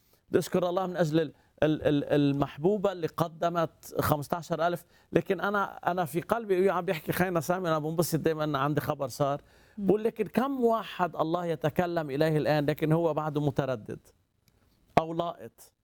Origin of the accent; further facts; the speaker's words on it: Lebanon; عندنا بلبنان